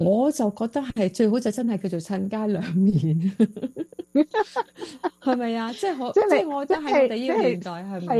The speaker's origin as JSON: {"language": "Cantonese", "country": "China", "moved": "as an adult", "lives_now": "United States", "said": "我初初嚟美国嗰时，我唔中意，我唔惯噶。你知我系中国人噶啦"}